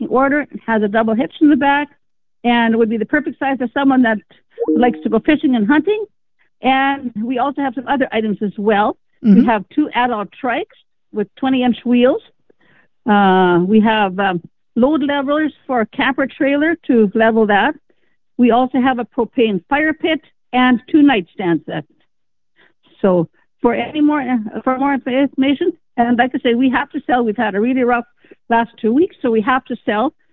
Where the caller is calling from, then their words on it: Steinbach, Manitoba, Canada; From Steinbeck